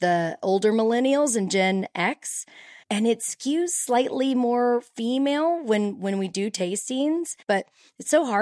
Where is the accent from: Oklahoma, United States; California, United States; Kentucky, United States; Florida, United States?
Kentucky, United States; Louisville; I'm from Louisville, Kentucky.